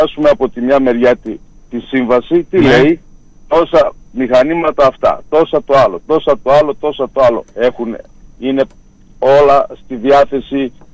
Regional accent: Heraklion, Crete, Greece; Εγώ, Κύριε Αργυράκη, εγώ αγαπώ την πόλη μου πραγματικά.

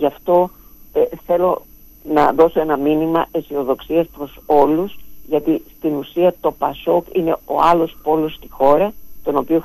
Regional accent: Kozani, Western Macedonia, Greece; Εγώ, όπως ξέρετε, κατάγομαι από την Μακεδονία, από την Κοζάνη.

